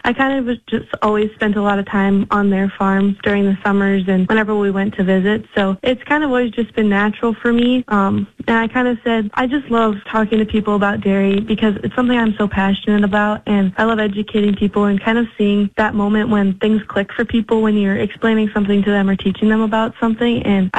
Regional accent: Iowa, United States; So I'm from Oshin, Iowa. It's a small town in northeastern Iowa, about 45 minutes from Minnesota and Wisconsin. So right up in the corner.

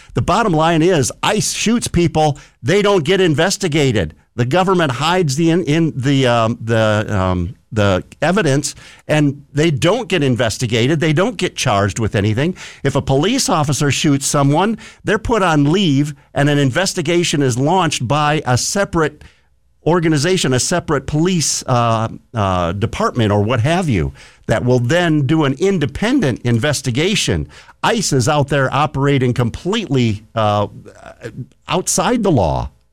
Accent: United States; born there; I was born here in the United States

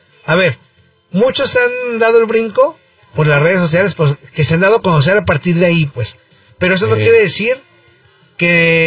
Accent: Mexico; Pues nosotros como mexicanos no, estamos saludando a todo el mundo.

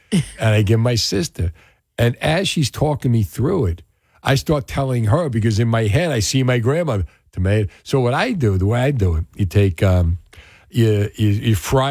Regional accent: New Jersey, United States; Oh, I am from North Jersey

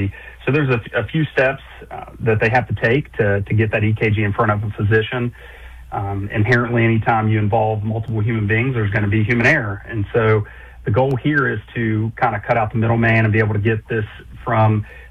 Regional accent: Madison, West Virginia, United States; I grew up in the Twin Cities, Danville and Madison.

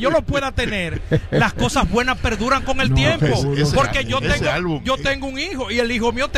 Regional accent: Dominican Republic; como dominicano que soy

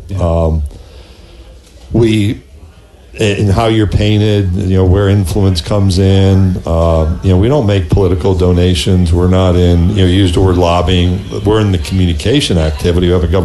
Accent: New York, United States; moved away; I grew up in upstate New York, and I'm not moving back there.

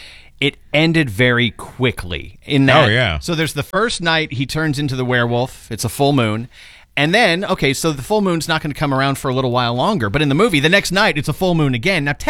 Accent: United States; as an American

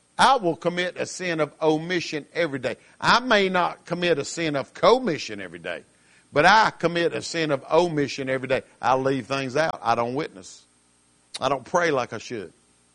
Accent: the South, United States; And I meant to say ain't. I'm from the South.

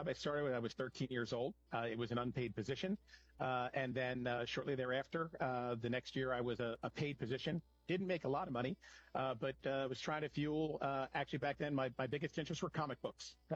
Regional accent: Wilmington, Delaware, United States; I grew up the youngest of two. I have one older brother, and Wilmington, Delaware is the home.

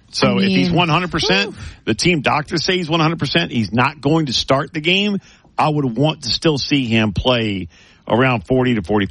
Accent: United States; I would be embarrassed as an American if that was.

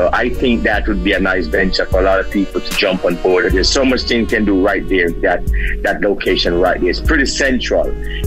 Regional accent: Kingston, Jamaica; You know, I grew up in Kingston, but my mom and dad is from St. Mary.

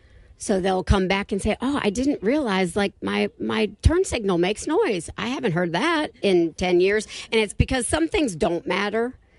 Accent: Fort Valley, Virginia, United States; I've lived in Shenandoah County my whole life. I'm from Fort Valley originally.

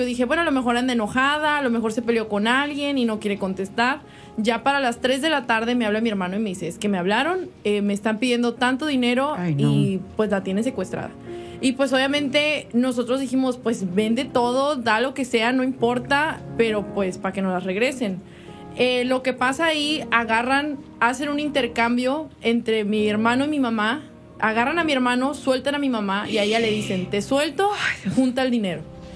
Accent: Veracruz, Mexico; Aunque a mí me encanta que soy de Veracruz, estoy orgullosísima de ser de México

